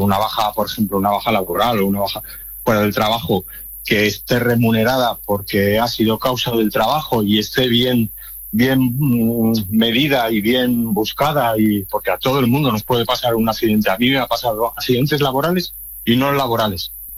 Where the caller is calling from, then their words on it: Spain; como buenos españoles que somos